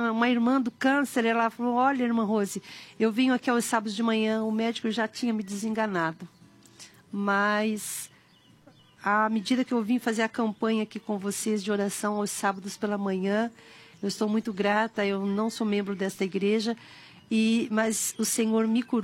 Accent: São Paulo, Brazil; also born or lived in Bahia; Porém, fui criada em São Paulo.

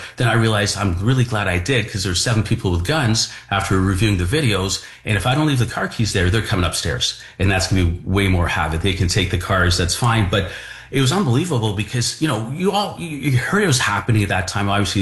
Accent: Mississauga, Ontario, Canada; I'm from Mississauga.

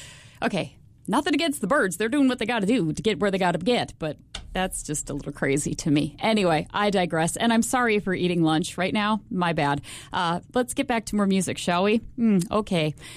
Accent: Duluth, Minnesota, United States; I grew up in Duluth. We're down in Canal Park.

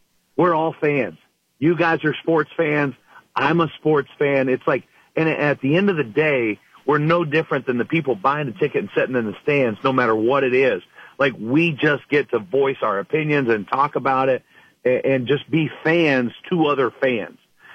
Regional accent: Oklahoma, United States; You know, we're rural America, whether we come from Oklahoma City or the outskirts and in little towns around the state.

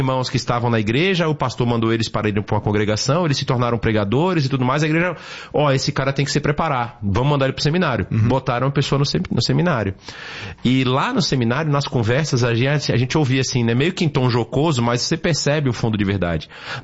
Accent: Bahia, Brazil; eu sou da Bahia, eu sei muito bem.

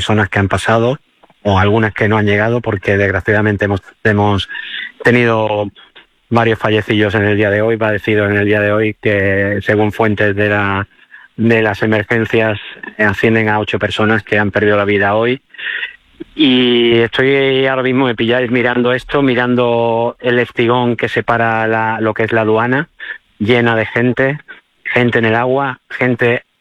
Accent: Ceuta, Spain; una ciudad como Ceuta, que es una ciudad donde nos hemos criado, los que somos ceutíes, siempre con personas de origen marroquí o de origen árabe

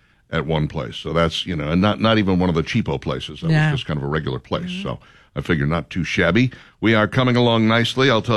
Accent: Minnesota, United States; Minnesota, home of the scammer, which I couldn't be prouder of because, you know, it's my home state.

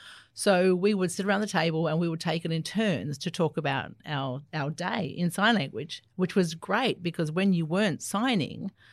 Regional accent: Australia; first language Auslan; So my mother was profoundly deaf at birth. So my first language is Auslan, and my mother had 7 children. And we all use sign language fluently.

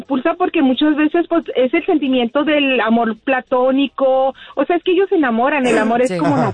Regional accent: Chihuahua, Mexico; Yo soy de Chihuahua.

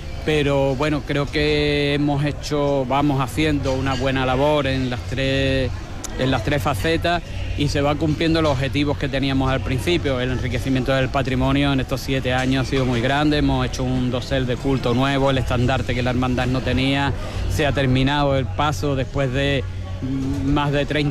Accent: Ayamonte, Andalusia, Spain; todos los ayamontinos, una ciudad tan cofrade como somos nosotros

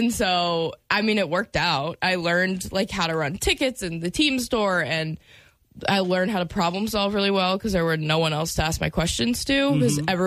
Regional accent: Clearwater, Florida, United States; Clearwater Beach, fun fact, the beach in my hometown was the number one beach for a while.

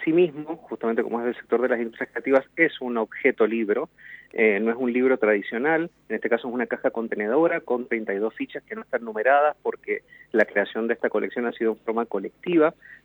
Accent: Mendoza, Argentina; lo que somos nosotros como mendocinos en este oasis y en este desierto

